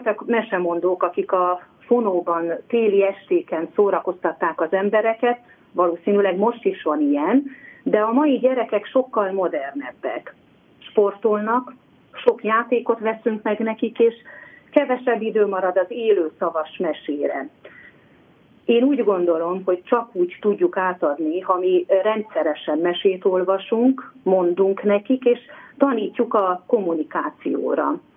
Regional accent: Kisbacon, Covasna, Romania; Ahogy említettem is, ott születtem Kisbaconban. Ott nőttem fel

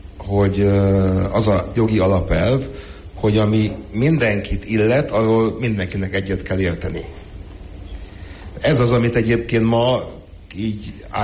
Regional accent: Kecskemét, Bács-Kiskun, Hungary; hát például az én szülővárosomban, Kecskeméten a városi tanács választotta a plébánost

